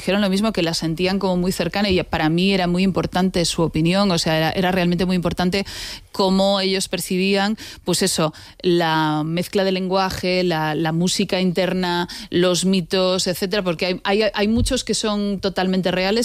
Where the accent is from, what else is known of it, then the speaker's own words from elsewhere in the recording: A Coruña, Galicia, Spain; Soy gallega, digámoslo, sí. Soy gallega. Gallega de A Coruña.